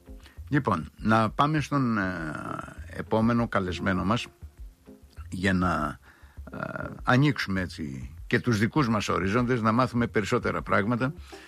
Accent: Ierapetra, Crete, Greece; Η δεύτερη ήταν οι αντιδράσεις κάτω στην ιδιαίτερη πατρίδα μου, ή μάλλον ένα από τους ιδιαίτερους τόπους της Κρήτης, μεγάλος από την Ιερά Πέτρα

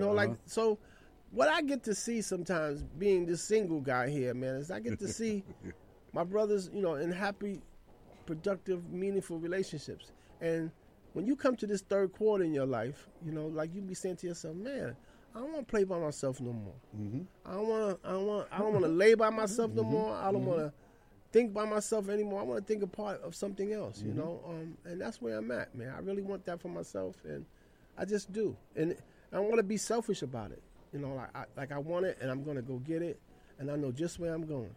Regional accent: New York City, New York, United States; I think I'm from the Bronx

